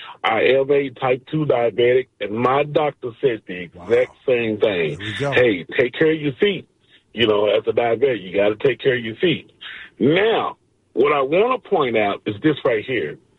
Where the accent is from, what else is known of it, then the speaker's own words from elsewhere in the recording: Fort Worth, Texas, United States; No, I'm from Fort Worth, Texas.